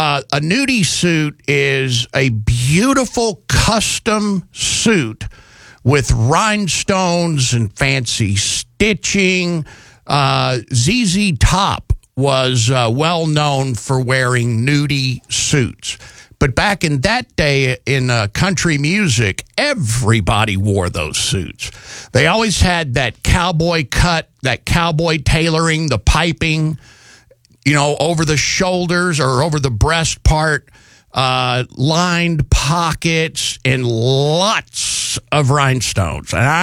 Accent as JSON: {"language": "English", "region": "Texas", "country": "United States", "tie": "born or raised there", "said": "Growing up in Texas"}